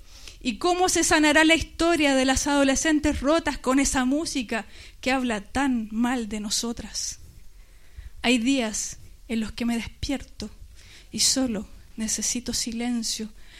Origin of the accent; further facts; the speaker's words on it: Santiago, Santiago Metropolitan Region, Chile; crecí en Lo Espejo, en una comuna kuma, como dice la Rosy. Una comuna periférica en la capital, allá en Chile, de esas donde hay que andar mirando para atrás